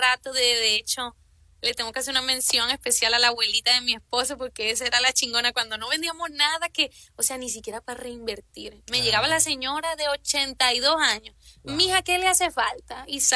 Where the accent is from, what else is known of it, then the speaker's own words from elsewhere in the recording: Mexico; pero sí como que yo soy mexicana y yo como comida mexicana.